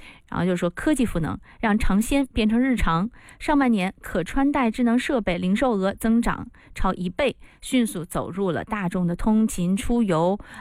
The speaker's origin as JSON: {"language": "Chinese", "town": "Shenzhen", "region": "Guangdong", "country": "China", "said": "作为一个深圳人"}